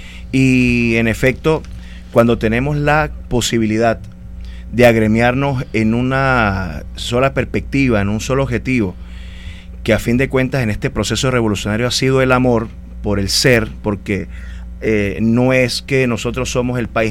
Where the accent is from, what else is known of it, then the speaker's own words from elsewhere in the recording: Andes, Venezuela; Yo soy andino.